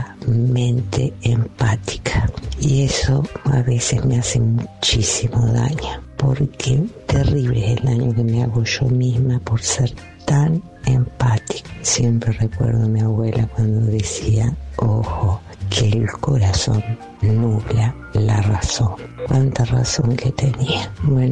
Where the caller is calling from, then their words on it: Pergamino, Buenos Aires Province, Argentina; de Pergamino.